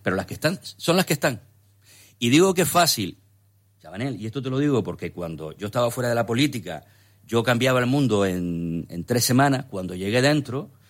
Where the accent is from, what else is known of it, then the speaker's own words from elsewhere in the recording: Telde, Canary Islands, Spain; yo soy de Temisa